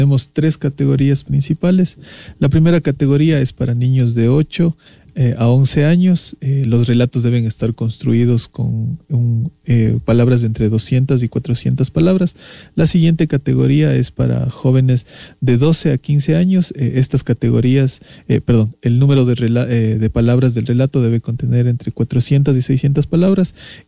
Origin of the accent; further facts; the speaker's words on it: Ecuador; parte de nuestro territorio que es de Ecuador, lo que nos hace sentir parte también como ecuatorianos